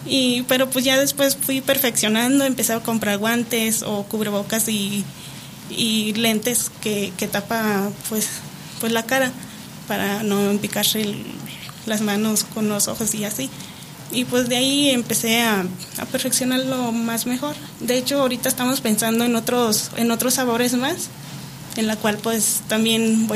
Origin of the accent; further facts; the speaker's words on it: Mexico; Bueno, es que como mexicanos, ¿verdad?